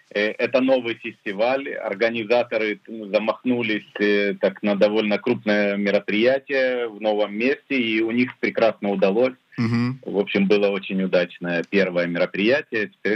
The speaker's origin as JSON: {"language": "Russian", "country": "Ukraine", "tie": "born or raised there", "moved": "yes", "lives_now": "Israel", "said": "чтобы в моем анонсе было указано, что я из Израиля. Вот, они написали, поскольку я родом из Украины"}